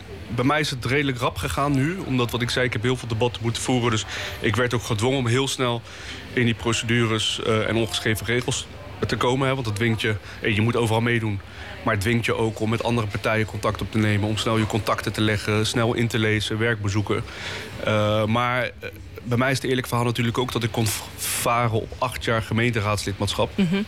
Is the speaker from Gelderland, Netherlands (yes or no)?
no; Leidschendam-Voorburg, South Holland, Netherlands; also born or lived in Tunis; Van Leidschendam-Voorburg is mijn thuis, daar ben ik opgegroeid.